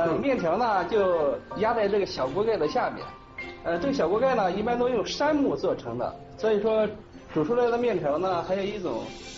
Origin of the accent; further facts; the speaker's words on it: Jiangsu, China; 我是江苏人。